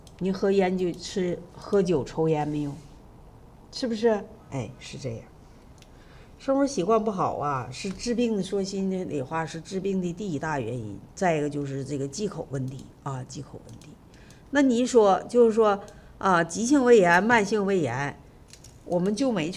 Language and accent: Chinese; Northeast China, China; 我们东北人口重啊